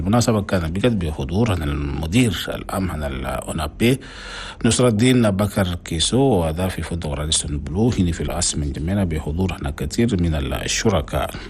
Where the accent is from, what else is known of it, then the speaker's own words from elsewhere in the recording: Chad; بلدنا تشاد